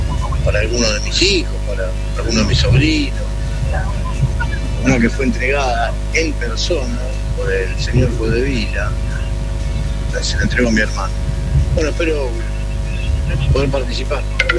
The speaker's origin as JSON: {"language": "Spanish", "town": "Villa Pueyrredón", "region": "Buenos Aires", "country": "Argentina", "said": "camionero de Villa Pueyrredón, en este momento llegando a Sanadillo."}